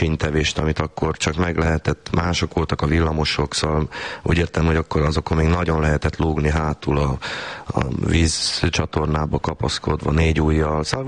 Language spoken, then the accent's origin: Hungarian; Fejér, Hungary; A Martonvásártól van 2-3 kilométer, hát ma már lassan összeépül az én kedves falum.